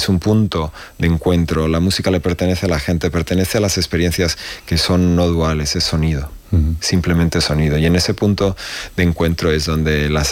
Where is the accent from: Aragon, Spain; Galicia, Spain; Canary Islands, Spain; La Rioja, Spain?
La Rioja, Spain; qué orgullo como riojano